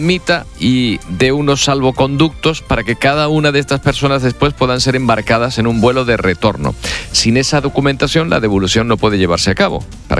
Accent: Spain

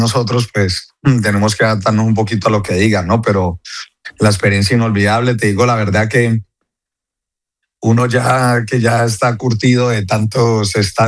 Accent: Cali, Valle del Cauca, Colombia

